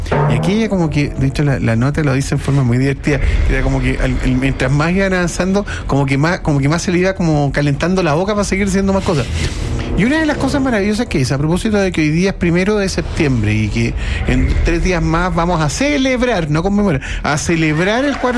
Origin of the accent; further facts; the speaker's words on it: Chile; fue precisamente enfrentarnos al mamarracho que teníamos al frente.